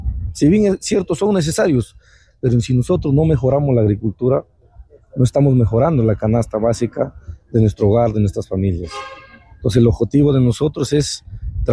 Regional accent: Cajamarca, Peru; los cajamarquinos somos

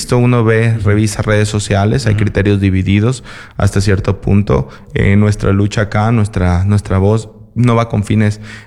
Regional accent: Macará, Loja, Ecuador; also born or lived in Guayaquil; Lealtad a mi pueblo, lealtad a la tierra que me vio nacer.

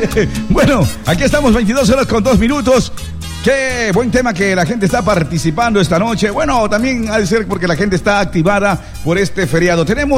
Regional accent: Guayaquil, Guayas, Ecuador; desde mi sector, la 21 y Bolivia. Ay, mi suburbio, yo no lo olvido.

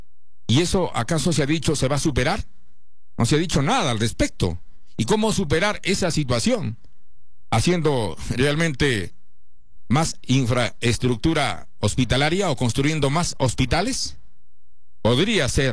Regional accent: Peru

